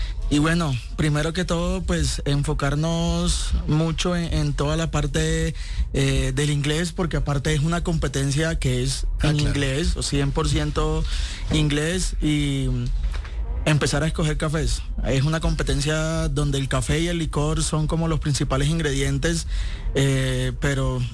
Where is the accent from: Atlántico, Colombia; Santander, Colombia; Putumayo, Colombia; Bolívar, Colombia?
Atlántico, Colombia; Barranquilla; Pues yo soy de Barranquilla y siempre he querido como mostrar en lo que hago, en lo que preparo, como que esa alegría de la costa.